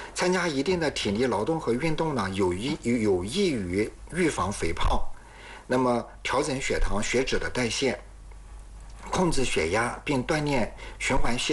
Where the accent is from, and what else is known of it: China